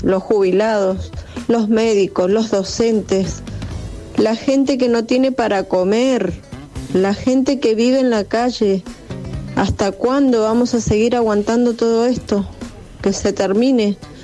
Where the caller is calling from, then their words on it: Luján, Buenos Aires Province, Argentina; de Luján.